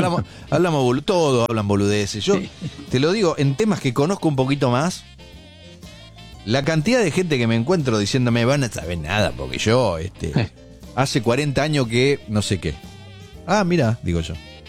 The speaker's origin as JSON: {"language": "Spanish", "country": "Argentina", "said": "Cometemos, somos argentinos, además"}